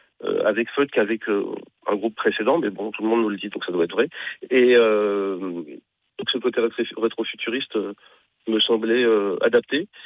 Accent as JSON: {"language": "French", "town": "Sarcelles", "region": "Île-de-France", "country": "France", "tie": "born there", "said": "Je dois avouer que les immeubles de Sarcelles, ma ville natale, étaient quand même moins enthousiasmants."}